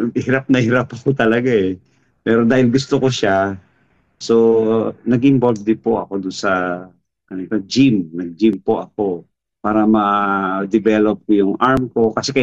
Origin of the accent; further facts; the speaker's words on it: Central Luzon, Philippines; First year high school ako nung mag-start na ako sa ngayon Tarlac State University dito sa probinsya namin sa Tarlac.